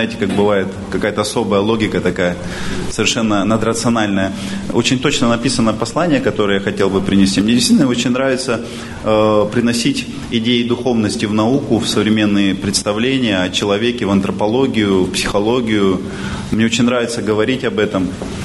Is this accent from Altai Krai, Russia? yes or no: yes; Barnaul, Altai Krai, Russia; Родился я и вырос в Барнауле, в Алтайском крае.